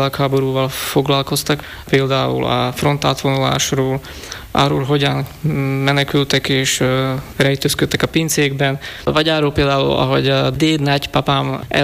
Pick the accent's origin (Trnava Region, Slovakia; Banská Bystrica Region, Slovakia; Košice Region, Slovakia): Košice Region, Slovakia; a már nem létező Perényi, tehát a szülőfalom falusi könyvtárát